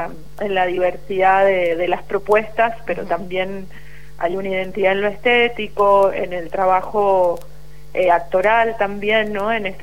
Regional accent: Mendoza, Argentina; el público mendocino es un público muy exigente, somos muy andinos

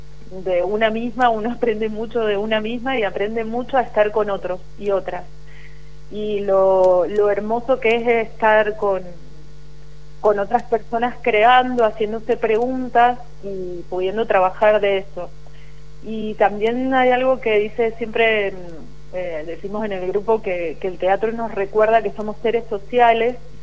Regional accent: Mendoza, Argentina; el público mendocino es un público muy exigente, somos muy andinos

